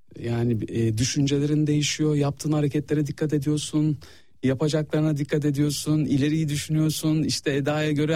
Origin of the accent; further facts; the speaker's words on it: Istanbul, Turkey; born there; İstanbul, Üsküdar doğumluyum ben. Babam annem orada doğmuşlar, büyümüşler, sonra belli yaşlarda gelmişler büyük şehirlere.